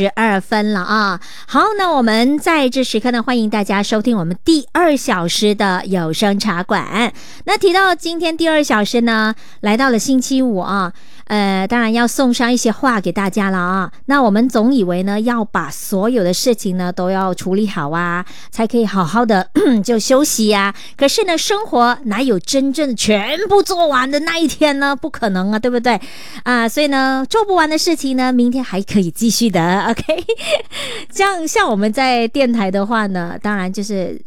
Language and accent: Chinese; Malaysia